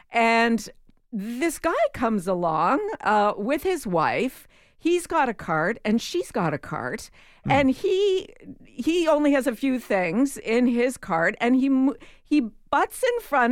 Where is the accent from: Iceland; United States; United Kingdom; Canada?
Canada; we're so Canadian.